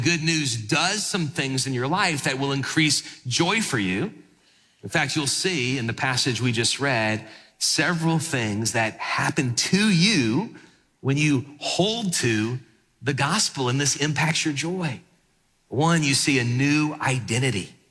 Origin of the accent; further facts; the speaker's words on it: New Orleans, Louisiana, United States; people would go to football games when I was growing up in New Orleans with bags over their heads and the eyes cut out.